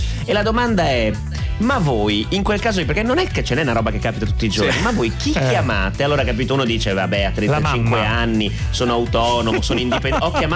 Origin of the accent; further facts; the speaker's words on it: Ferrara, Emilia-Romagna, Italy; now in Milan, Italy; io vengo da Ferrara, che è la città delle biciclette, che è l'unica città che ha tipo 2,5 biciclette a testa